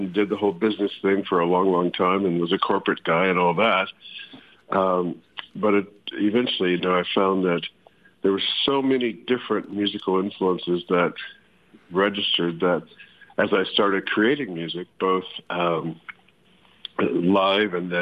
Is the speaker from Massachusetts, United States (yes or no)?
no; Gary, Indiana, United States; born there; also born or lived in South Bend, Indiana; now in Occidental, United States; I've grew up in Indiana. I was born in South Bend, Indiana, by Notre Dame, and then we moved to Gary when I was maybe 8 or so, and went through school there